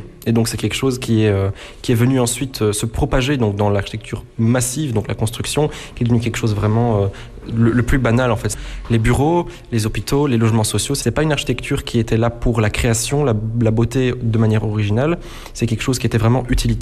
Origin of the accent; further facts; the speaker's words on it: Kraków, Lesser Poland, Poland; now in Brussels, Belgium; Moi, je suis originaire de Cracovie. J'habitais non loin de l'Hôtel Forum.